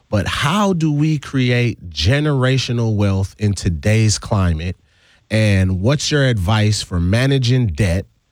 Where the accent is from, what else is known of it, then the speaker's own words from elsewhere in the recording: U.S. Virgin Islands; now in United States; being born and raised in the Virgin Islands and moving to Wisconsin weather.